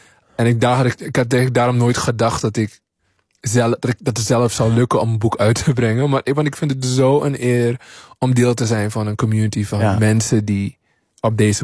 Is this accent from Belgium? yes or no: no; Suriname; born there; moved away; toen ik in Suriname woonde